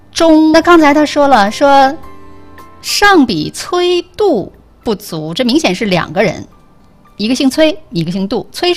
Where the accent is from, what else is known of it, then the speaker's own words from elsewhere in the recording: China; 作为中国人